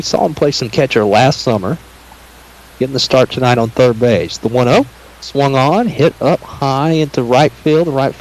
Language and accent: English; Cheraw, South Carolina, United States; Beat my hometown, Chirawl Braves.